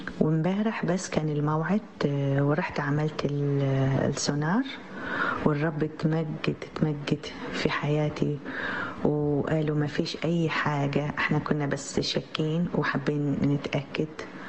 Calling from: Canada; سلام ونعمة أبونا، أنا بنت الرب من كندا، أحب أشهد عن عمل الرب معي.

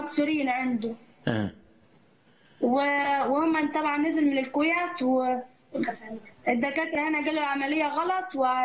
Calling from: Dairut, Asyut Governorate, Egypt

